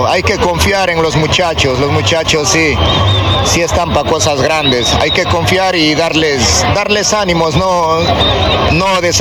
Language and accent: Spanish; Imbabura, Ecuador; Somos del Valle del Chota.